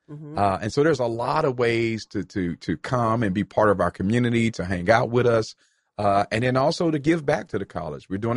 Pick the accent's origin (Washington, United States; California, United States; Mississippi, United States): Mississippi, United States; Hazlehurst; I am from Hazelhurst, Mississippi, born and raised. I share with you. I grew up out in the country, 9 miles outside of town is where I grew up at.